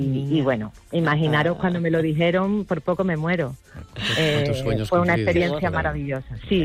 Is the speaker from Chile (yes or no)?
no; Cádiz, Andalusia, Spain; Y aparte yo es que yo nací en La Viña, que es uno de los barrios más míticos de Cádiz, y me he criado toda mi vida en el Teatro Falla, en la plazoleta.